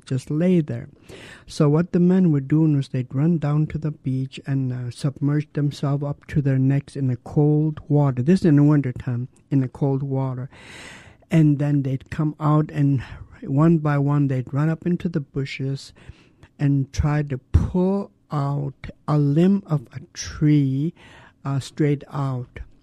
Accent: Douglas, Alaska, United States; I was born and raised in Douglas. I belong to the Raven Moiety. I come from the Whale House in Klukwan, which is a Kanaktede house.

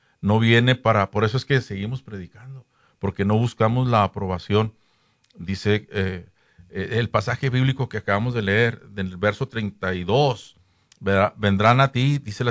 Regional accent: Ciudad Juárez, Chihuahua, Mexico; Tú ni siquiera eres de Chihuahua, le dije. Ni siquiera menos de Juárez, le dije. Y yo que soy de Juárez, ¿me quieres prohibir entrar a Juárez nomás?

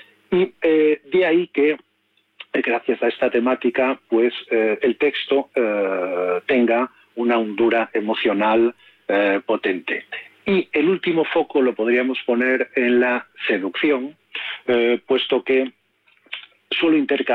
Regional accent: Zamora, Castile and León, Spain; born there; Zamora, mi tierra natal

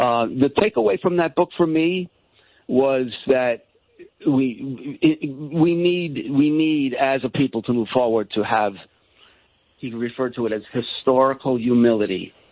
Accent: New York City, New York, United States; I'm a New Yorker. My grandparents were from Europe, and they came through Ellis Island.

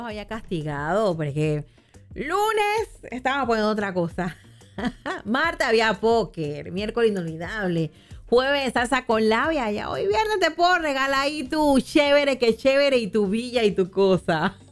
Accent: Panama; obviamente somos panameños

